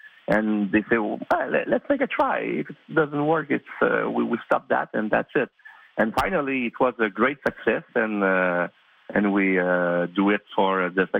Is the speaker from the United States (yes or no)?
no; Drummondville, Quebec, Canada; English is a second language; Well, Drummondville is my hometown. I was born in Drummondville. I grew up in Drummondville, and it's a quiet town. It's a very quiet town.